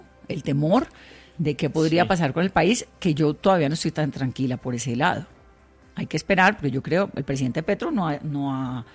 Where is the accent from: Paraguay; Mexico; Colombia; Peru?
Colombia; Cali, Valle del Cauca; Yo soy caleña.